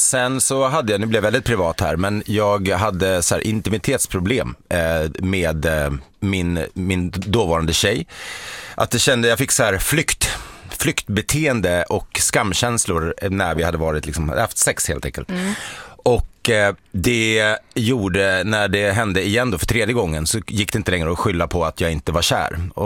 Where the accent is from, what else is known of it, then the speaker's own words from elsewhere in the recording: Sweden; also born or lived in Botkyrka, Stockholm County; vi är gamla svenskar sådär.